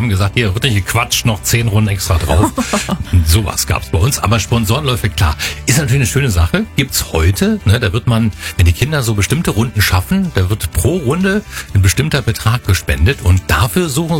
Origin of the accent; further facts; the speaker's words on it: East Germany, Germany; Ich bin ja in der DDR groß geworden